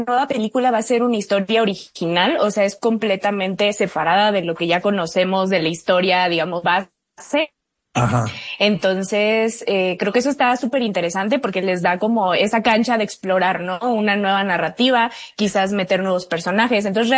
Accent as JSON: {"language": "Spanish", "country": "Mexico", "said": "nosotros como mexicanos también, pues nos emociona"}